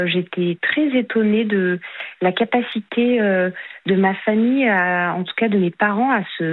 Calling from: Annecy, Auvergne-Rhône-Alpes, France; je suis à Annecy

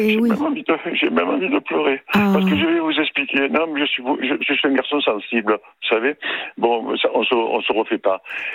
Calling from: Marseille, Provence-Alpes-Côte d'Azur, France; Je suis à Marseille.

